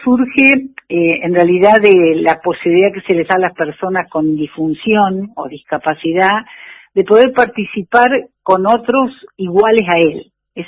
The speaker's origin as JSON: {"language": "Spanish", "area": "Puerto Madryn", "region": "Chubut", "country": "Argentina", "said": "yo estoy en Madrid, soy de Madrid"}